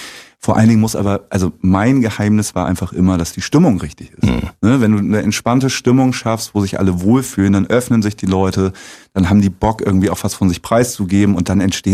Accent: Lower Saxony, Germany; now in Zeuthen, Germany; Genau, bei Bremen.

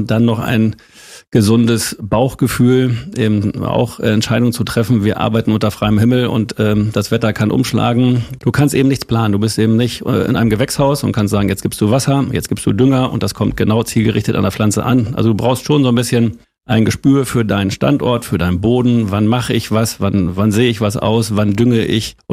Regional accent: Lower Saxony, Germany; Und wir haben unsere Heimat aus der Lüneburger Heide nach Brandenburg verlegt.

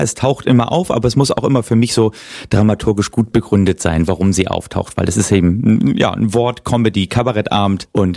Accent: Oldenburg, Lower Saxony, Germany; Ich komme aus Oldenburg, Niedersachsen.

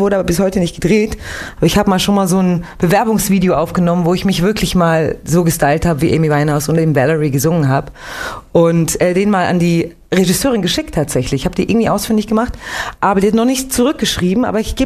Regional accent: Winterthur, Zurich, Switzerland; Ich bin geboren in Winterthur, im Kanton Zürich, so 20 Minuten von Zürich entfernt, geboren und aufgewachsen.

